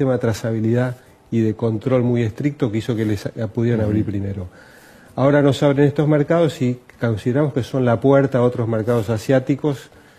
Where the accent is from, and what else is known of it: Argentina